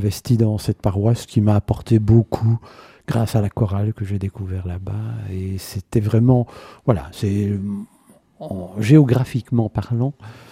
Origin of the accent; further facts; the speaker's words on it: Saint-Séverin, France; also born or lived in Ouilly; J'ai grandi à Saint-Séverin, dans le Condreau. Mmh. J'ai vécu une dizaine d'années là-bas et puis mes parents ont déménagé à la Sarthe, à Ouilly.